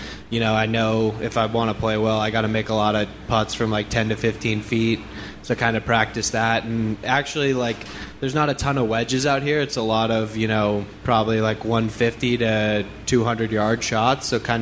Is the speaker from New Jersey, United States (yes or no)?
no; Scottsdale, Arizona, United States; Yeah, I mean, I think I grew up in Scottsdale, so very familiar with kind of like the desert golf kind of feel